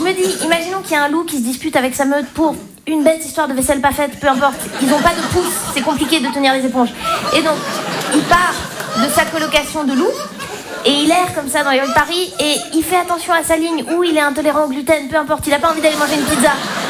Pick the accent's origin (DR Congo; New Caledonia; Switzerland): Switzerland; Moi je suis Suisse.